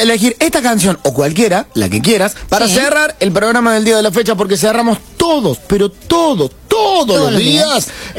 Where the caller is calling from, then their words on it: Río Segundo, Córdoba, Argentina; el carnicero de Río Segundo.